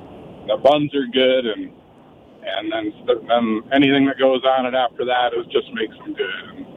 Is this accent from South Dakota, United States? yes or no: yes; Sioux Falls, South Dakota, United States; now in Rapid City, United States; I live out there now. I'm a transplant from Sioux Falls, so I live out there now.